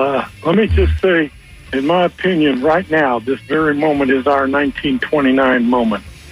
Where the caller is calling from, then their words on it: St. Petersburg, Florida, United States; in St. Pete.